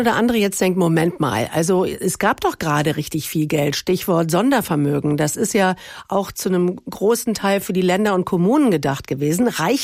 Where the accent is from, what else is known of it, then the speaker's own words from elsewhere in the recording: North Rhine-Westphalia, Germany; Nur in meiner Heimat, in Nordrhein-Westfalen, sieht es noch schlimmer aus.